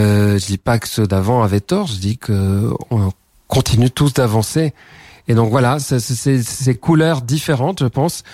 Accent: Toulouse, Occitanie, France; born there; je suis un homme de la province, donc ça me touche d'aller voir. Oui, oui, oui, je suis né à Toulouse aussi

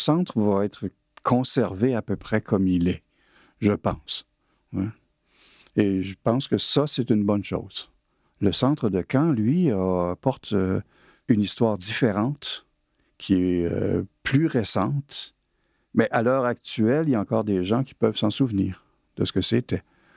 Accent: Quebec City, Quebec, Canada; Puis même ma ville natale, Québec, que j'adore, puis dont je m'ennuie souvent

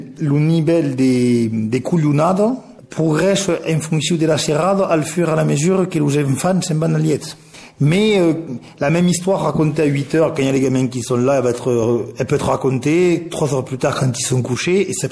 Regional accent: Decazeville, Occitanie, France; born there; Alors, je suis né dans l'Aveyron, à Decazeville. De père donc aveyronnais et d'une mère béarnaise

